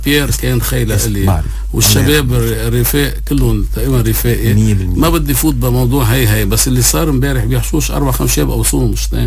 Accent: Lebanon; نحن لبنانية، نحن وانا شرف نكون لبنانية.

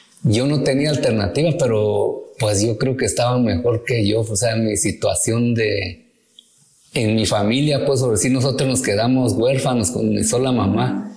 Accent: Cimatlán, Oaxaca, Mexico; Originario, soy del estado de Oaxaca, específicamente de un pueblo que se llama Yoquesco de Aldama, Cimatlán.

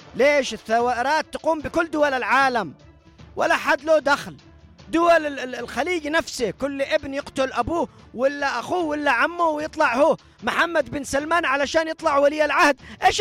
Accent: Yemen

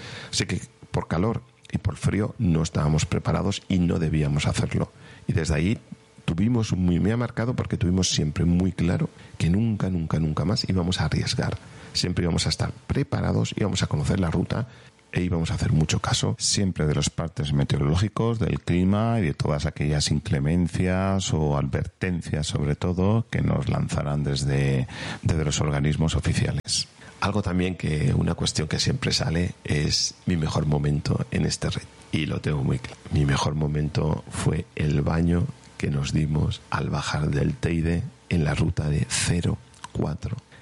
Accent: Valencian Community, Spain; como somos valencianos, a nosotros el calor no nos afecta.

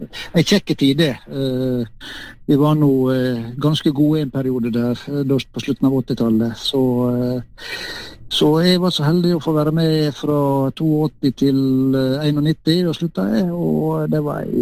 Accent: Ålesund, Møre og Romsdal, Norway; Nei, du født og oppvokst oppe i Ålesund, helt i strandkanten på en fjord etter Borgundfjorden

